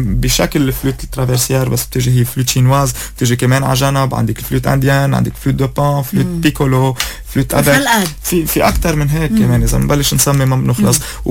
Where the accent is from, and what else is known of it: Lebanon